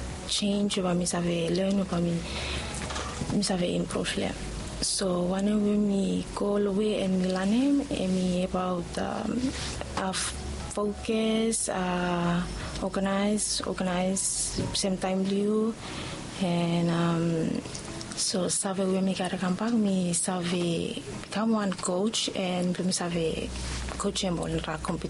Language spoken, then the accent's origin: English; Ambae, Penama, Vanuatu; I'm from Ambai, We got 21 years old.